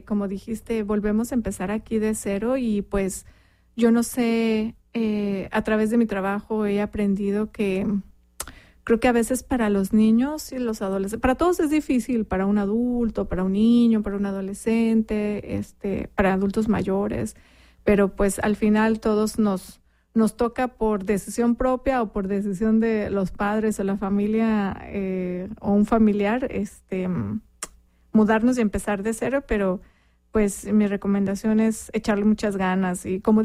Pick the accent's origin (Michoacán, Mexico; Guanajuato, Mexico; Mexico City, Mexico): Mexico City, Mexico; Pues yo soy originaria de México, de la Ciudad de México. Nací y crecí ahí, pues viví la mayor parte de mi vida en la Ciudad de México.